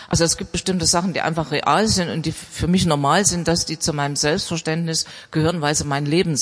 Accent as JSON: {"language": "German", "region": "East Germany", "country": "Germany", "tie": "born or raised there", "said": "Ich bin in der DDR geboren"}